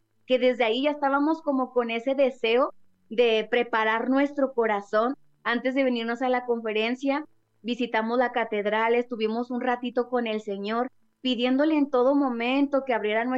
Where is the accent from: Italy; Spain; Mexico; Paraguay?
Mexico; Ciudad Juárez, Chihuahua; venimos siete representantes de Sonora, que es nuestra coordinadora nacional, de León, de Puebla, de Veracruz, de Casas Grandes, de Ciudad Juárez, que vengo yo, y el otro chico se me olvida.